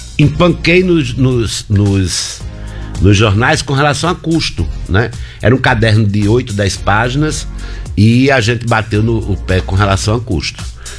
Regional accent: Natal, Rio Grande do Norte, Brazil; now in Mossoró, Brazil; Eu sou de Natal.

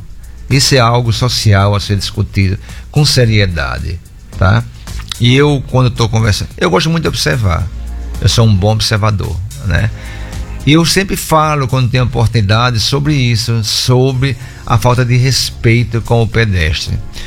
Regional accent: Mossoró, Rio Grande do Norte, Brazil; Eu nasci em 56, em Mossoró. Eles tinham acabado pouco tempo de chegar em Mossoró.

